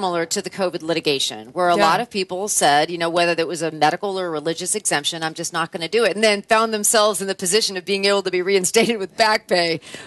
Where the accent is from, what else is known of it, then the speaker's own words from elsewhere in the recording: Los Angeles, California, United States; When we travel abroad, we tell people we're from Los Angeles instead of saying, oh, yeah, you have Hollywood.